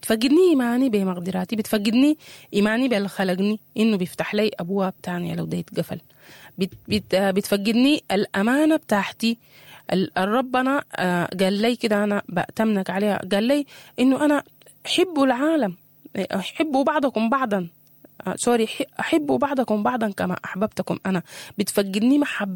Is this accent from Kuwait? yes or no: no; Sudan; فده اللي بيحصل دائما في بلدنا السودان، وده اللي بتوصلنا له المنافسات